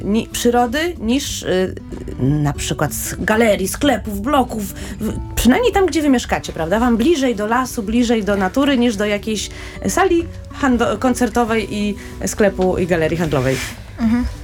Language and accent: Polish; Warsaw, Masovian Voivodeship, Poland; My z Warszawy już musimy trochę więcej czasu poświęcić.